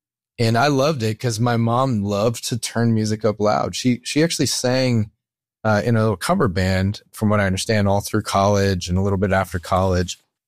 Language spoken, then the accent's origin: English; Ann Arbor, Michigan, United States; Well, I've spent the first 11 years in Ann Arbor, Michigan. So just down the street from the university.